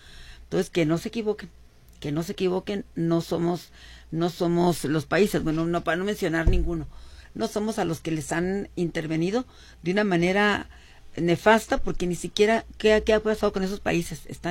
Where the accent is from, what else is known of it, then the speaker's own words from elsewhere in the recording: Mexico; nosotros mismos como mexicanos